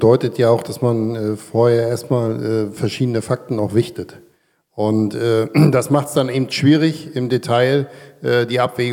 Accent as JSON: {"language": "German", "region": "Brandenburg", "country": "Germany", "tie": "born or raised there", "moved": "yes", "lives_now": "Mecklenburg-Vorpommern, Germany", "said": "bin aufgewachsen in der Uckermark und ich bin ein ausgebautes Radwegenetz gewöhnt."}